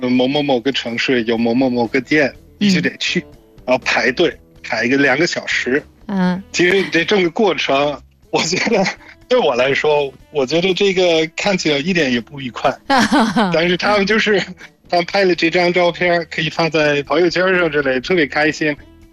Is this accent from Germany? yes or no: yes; Germany; Chinese is a second language; 谢谢大家，